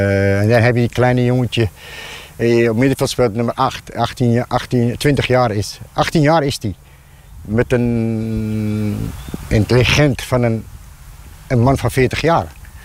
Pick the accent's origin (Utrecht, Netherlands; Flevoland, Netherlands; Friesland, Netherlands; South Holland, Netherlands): Flevoland, Netherlands; Lelystad; Ja, ik ben opgegroeid in Lelystad.